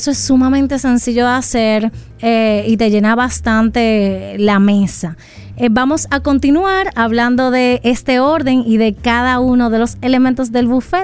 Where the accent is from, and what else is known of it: Dominican Republic